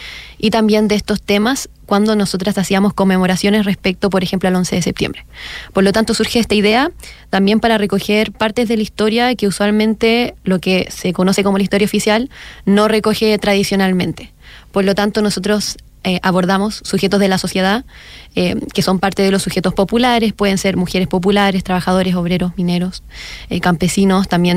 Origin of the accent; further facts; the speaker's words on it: Antofagasta, Chile; born there; moved away as an adult; also born or lived in Santiago; tengo 24 años, nací en Antofagasta, pero luego me fui a estudiar a Santiago, a la Universidad de Chile, y egresé el año 2023.